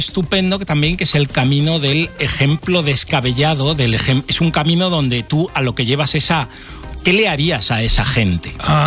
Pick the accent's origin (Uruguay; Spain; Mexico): Spain; Community of Madrid; O sea, yo soy madrileño, pero poco sociable.